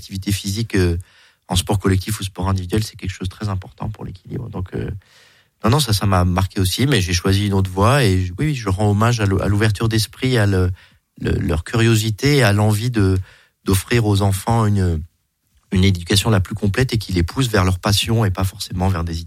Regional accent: Bourg-de-Péage, Auvergne-Rhône-Alpes, France; born there; moved away as an adult; now in Besançon, France; je pense que je n'ai pas tellement d'accent, mais je suis né dans la Drôme, à Bordeaux-Péage, petite ville du Dauphiné dans le nord de la Drôme.

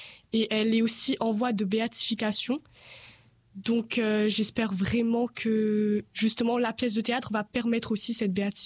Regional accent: Saint-André, Réunion; je viens de Saint-André

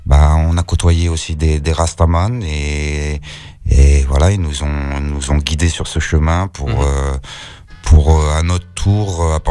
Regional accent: Sens, Bourgogne-Franche-Comté, France; now in Paris, France; J'ai grandi à Sens. C'est à une heure de Paris.

